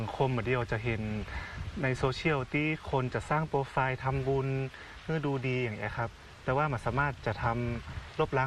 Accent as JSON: {"language": "Thai", "region": "Lamphun", "country": "Thailand", "said": "ผมเป็นคนลำพูน"}